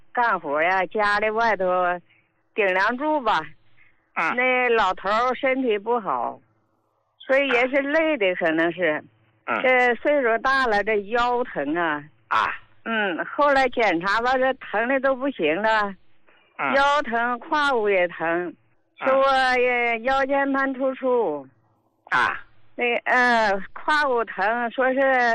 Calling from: Qiqihar, Heilongjiang, China; 嗯，今天吧，我打电话就是想跟你说说我的情况，这是你辛勤劳动的结果吧，我受益了。我是齐齐哈尔的。

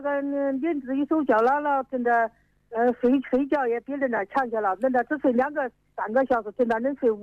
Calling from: Xiangyang, Hubei, China; 我是襄阳欧庙的人。

